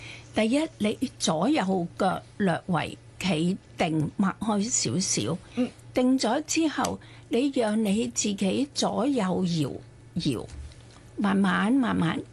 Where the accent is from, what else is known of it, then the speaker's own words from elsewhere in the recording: China; 我哋中國人都會講翳氣啊、激氣啊、調氣唔順啊、谷氣啊呢啲啊，唔憤氣啊。